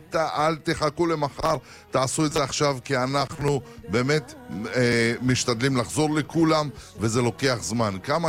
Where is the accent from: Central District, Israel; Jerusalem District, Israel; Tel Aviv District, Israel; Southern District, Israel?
Tel Aviv District, Israel; Bat Yam; born there; אני גם גדלתי בבת ים